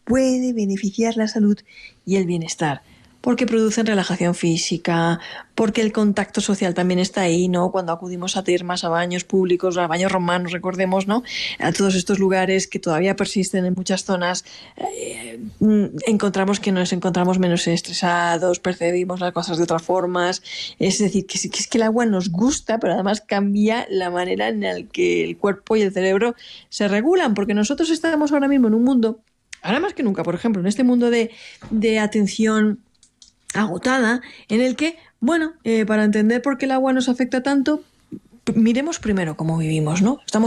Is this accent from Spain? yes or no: yes; Alicante, Valencian Community, Spain; yo, por ejemplo, que soy del Mediterráneo, de Alicante